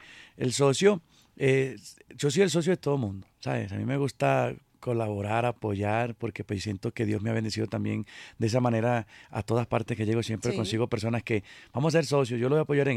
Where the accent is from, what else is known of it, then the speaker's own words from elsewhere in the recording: Guárico, Venezuela; born there; moved away; yo nací en Guárico, es Venezuela, Tierra Llanera, el centro de Venezuela. Vengo de una dinastía de músicos, cantantes, compositores, de esa música folclórica.